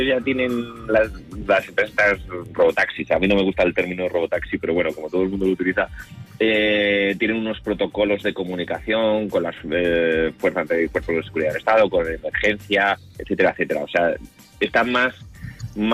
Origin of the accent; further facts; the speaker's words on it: Spain; O sea, como sociedad española, yo creo que somos personas muy abiertas, todos los que somos españoles